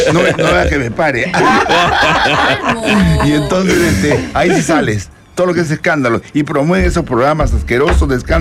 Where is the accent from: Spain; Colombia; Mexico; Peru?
Peru; No tiene nada que ver, soy peruano.